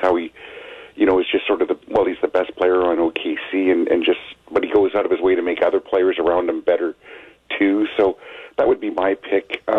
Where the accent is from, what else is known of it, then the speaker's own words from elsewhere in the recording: Canada; just being Canadian, I guess I'd be biased to see SGA win it.